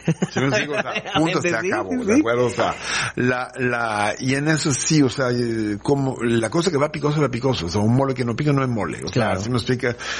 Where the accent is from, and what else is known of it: France; Spanish is a second language; moved away as an adult; now in Mexico